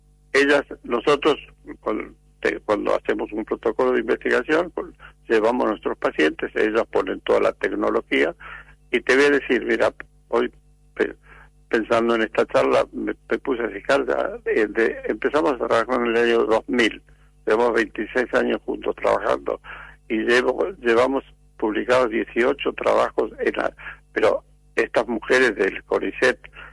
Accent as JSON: {"language": "Spanish", "town": "La Quiaca", "region": "Jujuy", "country": "Argentina", "tie": "born or raised there", "said": "Bueno, digo, nací en La Quiaca, quiere que le diga, soy jujeño."}